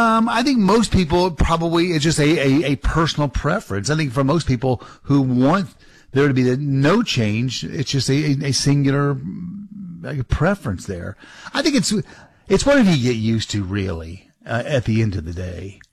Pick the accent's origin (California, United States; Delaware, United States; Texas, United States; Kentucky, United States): Kentucky, United States; moved away as an adult; now in Eastern Time Zone, United States; I grew up right there on Southern, you know, on the border of Southern Indiana